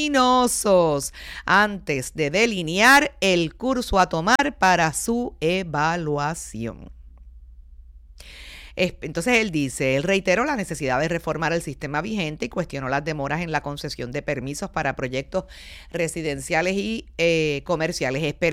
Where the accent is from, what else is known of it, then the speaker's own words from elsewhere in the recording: Puerto Rico; somos una isla caribeña donde el sol es gratis.